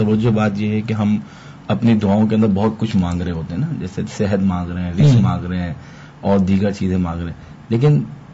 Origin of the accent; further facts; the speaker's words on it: Pakistan; تو وہ پھر آپ اپنی پہچان بتاتے میں پاکستان سے ہوں, تو یہ ہماری ایک پہچان ہے بہت بڑی ہے.